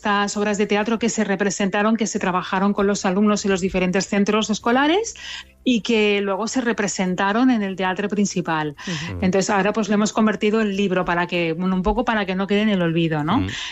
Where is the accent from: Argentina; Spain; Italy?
Spain; Andratx, Balearic Islands; ambientada en Andratx, que es mi pueblo